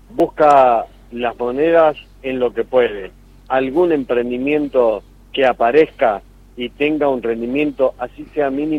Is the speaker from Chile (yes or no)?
no; Argentina; yo soy argentino y soy medio cómodo.